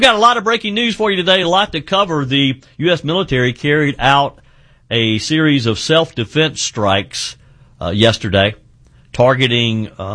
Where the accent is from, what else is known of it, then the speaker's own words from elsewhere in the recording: South Carolina, United States; Also, in my home state of South Carolina, the South Carolina Senate will go back into session.